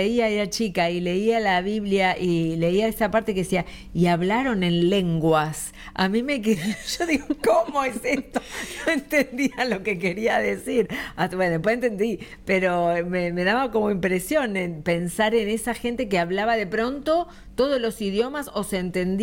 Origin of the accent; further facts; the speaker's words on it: Buenos Aires, Argentina; born there; yo también era del barrio del Boys cuando era chica.